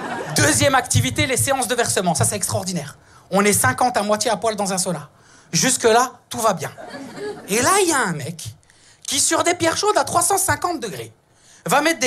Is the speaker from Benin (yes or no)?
no; Italy; Moi, je croyais en cette belle phrase, tu vois, je suis italien, hyper romantique